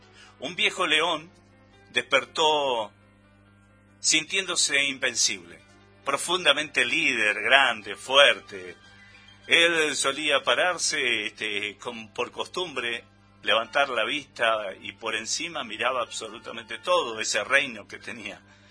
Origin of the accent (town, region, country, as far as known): Argentina